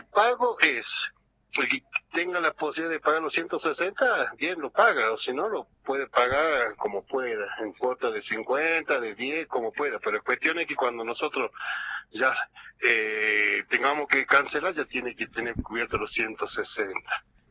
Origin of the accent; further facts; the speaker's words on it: La Quiaca, Jujuy, Argentina; que somos de la Quiaca, que somos de la prelatura.